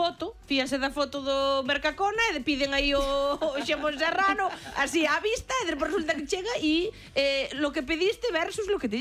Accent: Galicia, Spain; A verdade é que sendo galegos non sei que facemos que non falamos ruso

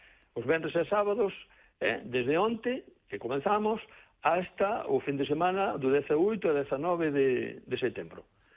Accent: Ézaro, Galicia, Spain; eu son o alcalde de Dumbría, pero son nativo do Ézaro. Eu vivín a miña xuventú ali no Ézaro, eu vivín a miña xuventú ali na desembocadura da cascada.

